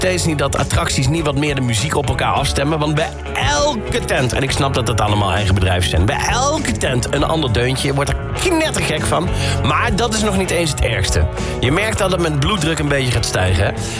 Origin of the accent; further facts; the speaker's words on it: Tilburg, North Brabant, Netherlands; nou ben ik een Tilburger.